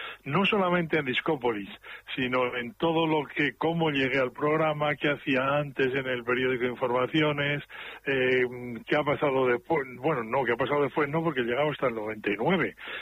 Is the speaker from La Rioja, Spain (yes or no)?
yes; Haro, La Rioja, Spain; now in Madrid, Spain; Mi madre pues tenía la radio puesta siempre mientras yo estaba haciendo los deberes en mi pueblo, en Haro, en La Rioja, o mientras estaba jugando a las chapas.